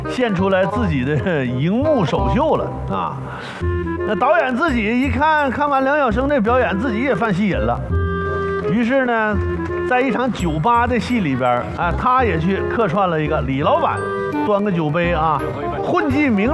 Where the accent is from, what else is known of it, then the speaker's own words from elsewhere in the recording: Northeast China, China; 你看咱们东北人就是很多深层的情感吧，他不太外露，很少往外表达，